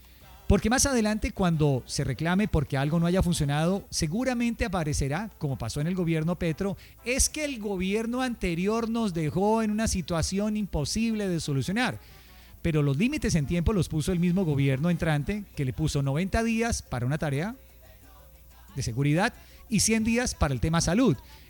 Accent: Colombia; somos los mismos colombianos

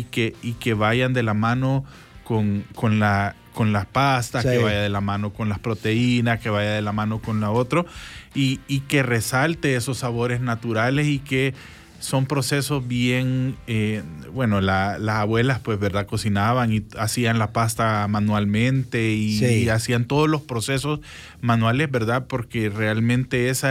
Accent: El Salvador; born there; Ya nacimos aquí, nosotros ya somos salvadoreños italianos

